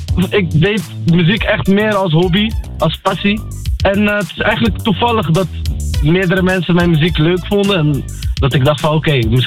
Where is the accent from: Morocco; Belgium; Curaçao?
Morocco; Berkane, Oriental; now in Netherlands